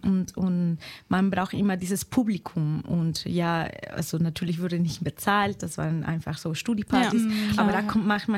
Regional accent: Lima, Peru; German is a second language; moved away as an adult; now in Stuttgart, Germany; Ich komme aus Lima, Peru. Ich bin dort aufgewachsen, geboren und mit 24 bin ich hier nach Stuttgart umgezogen, nach Deutschland, für Job Opportunities und wollte hier mein Masterstudium machen.

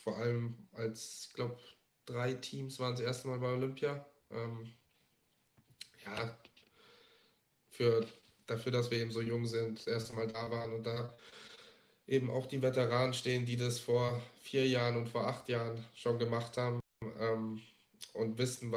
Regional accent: Southern Germany, Germany; Wir kommen alle aus dem Süden von Deutschland.

